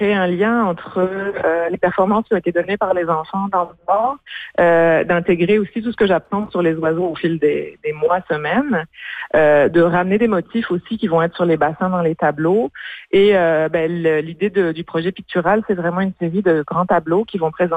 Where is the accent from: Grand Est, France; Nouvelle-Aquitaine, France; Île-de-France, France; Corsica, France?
Nouvelle-Aquitaine, France; moved away; Parce que la boucle se termine aussi avec ma Charente natale. Je suis française.